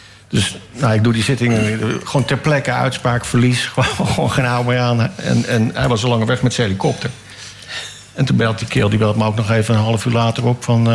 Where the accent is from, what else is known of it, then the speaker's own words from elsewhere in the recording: Beverwijk, North Holland, Netherlands; ik kom gewoon uit Achthoog achter uit Beverwijk vandaan.